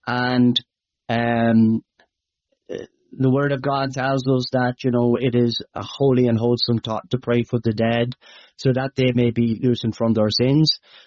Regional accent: Leinster, Ireland

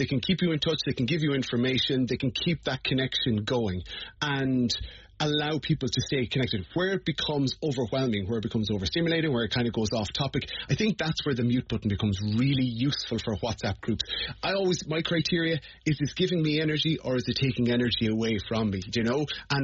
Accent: Ireland; And I think as Irish people, we have different concentric circles of, like, we will, I was talking about this recently

